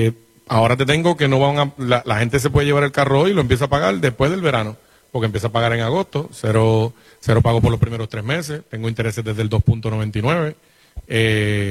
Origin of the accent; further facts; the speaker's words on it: Venezuela; now in Puerto Rico; yo soy venezolano, pero estoy súper orgulloso de tener 24 años en esta isla y de aquí me sacan en la cajita